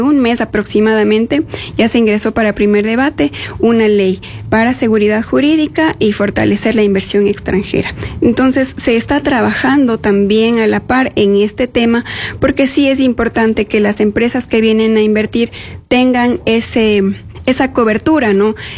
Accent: Carchi, Ecuador; de donde yo vengo, el Cantón Montúfar

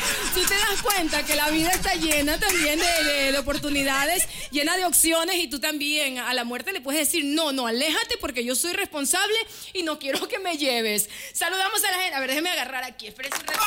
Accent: Ecuador; Como ecuatoriano que somos.

